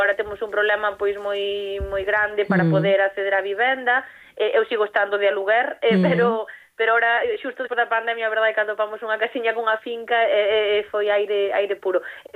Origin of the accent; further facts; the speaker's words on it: Galicia, Spain; Non son de Melide, son dunha parroquia que está entre Teixeiro e Guitiriz, pero sí que traballei en Melide nunha biblioteca durante moito tempo